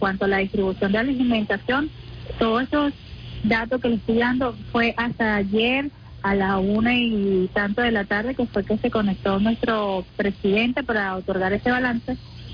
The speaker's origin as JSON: {"language": "Spanish", "country": "Venezuela", "said": "como nosotros somos los venezolanos"}